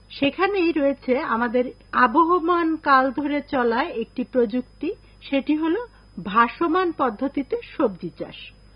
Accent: Bangladesh

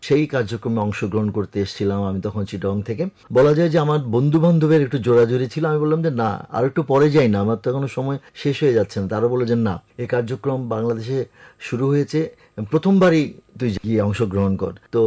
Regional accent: Chittagong, Chittagong Division, Bangladesh; moved away as an adult; also born or lived in Lakshmipur; now in Dhaka, Bangladesh; যদিও আমার দেশের বাড়ি লক্ষ্মীপুর, কিন্তু আমার জন্মস্থান হয়ে গেছে চট্টগ্রাম। যেহেতু বাবার চাকরি করার সুবাদে চিটাং থাকাতে আমার জন্মস্থান চিটাং হয়েছে 1958 সনের 31 ডিসেম্বর। সেই চিটাংয়ে বেড়ে ওঠা, সেই চিটাং থেকেই আমার লেখাপড়া সবকিছু শুরু।

